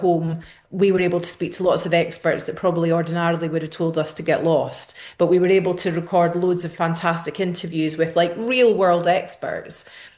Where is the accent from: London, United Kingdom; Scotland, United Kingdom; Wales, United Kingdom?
Scotland, United Kingdom; St Andrews; Now, I grew up in in Scotland, and I actually went to high school in the town St Andrews